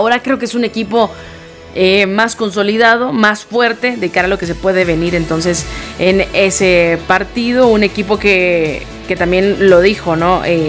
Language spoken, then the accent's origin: Spanish; Guatemala; moved away; yo que vengo de Guatemala